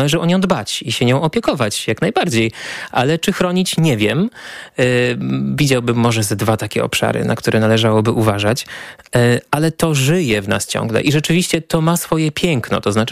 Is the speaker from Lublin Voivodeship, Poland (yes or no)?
no; Silesian Voivodeship, Poland; moved away as an adult; Ja poczułem żal, ponieważ ja jestem ze Śląska, jestem Ślązakiem, ale nie potrafię tego robić.